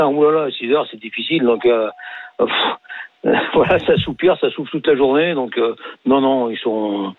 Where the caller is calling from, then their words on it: Ardoix, Auvergne-Rhône-Alpes, France; Je suis à Ardois, c'est le Nord-Ardèche.